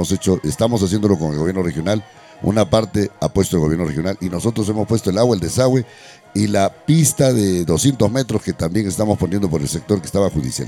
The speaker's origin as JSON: {"language": "Spanish", "town": "Huaraz", "region": "Ancash", "country": "Peru", "tie": "born there", "said": "Huaraz sabe que yo nací aquí, en el barrio del Centenario, un 5 de febrero del año 62. El año 70 tenía 8 años cuando pasó el terremoto."}